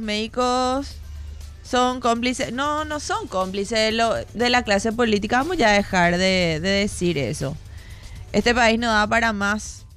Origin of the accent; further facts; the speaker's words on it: Paraguay; salir a las calles y unirnos como paraguayos y acompañar a los médicos.